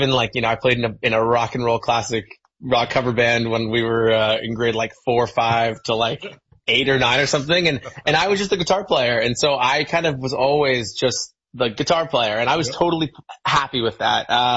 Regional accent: London, Ontario, Canada; my hometown, which is London, Ontario.

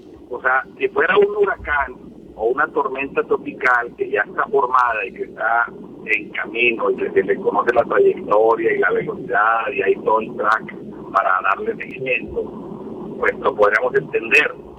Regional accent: Mexico; yo soy mexicano

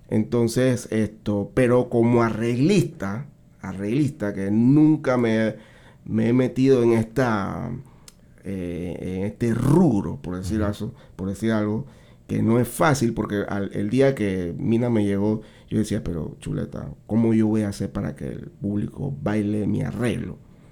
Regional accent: Panama; yo le hice como buen panameño una nivelación

